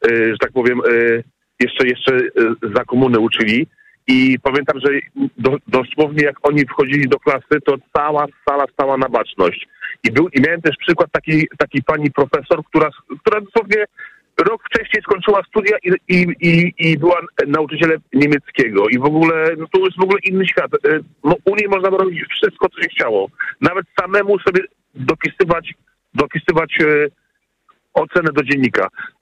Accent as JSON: {"language": "Polish", "town": "Warsaw", "region": "Masovian Voivodeship", "country": "Poland", "tie": "born or raised there", "said": "ja mam 46 lat, wychowałem się w Warszawie"}